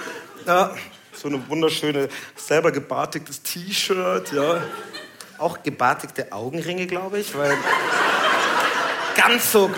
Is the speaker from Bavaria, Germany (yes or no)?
yes; Puchheim, Bavaria, Germany; aus Puchheim bei München.